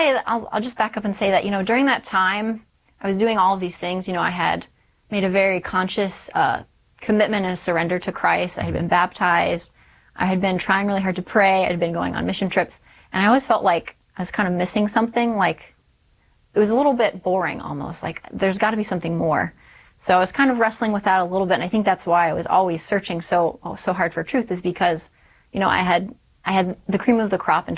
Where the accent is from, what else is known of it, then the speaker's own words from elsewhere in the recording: Florida, United States; In Florida.